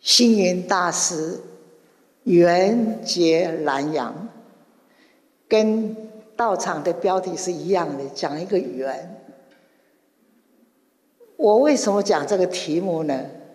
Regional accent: Yilan County, Taiwan; 我们宜兰人

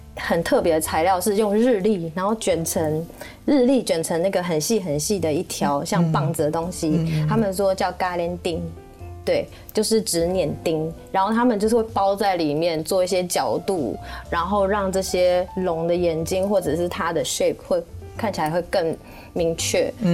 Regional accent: Tainan, Taiwan; 因为我是台南人

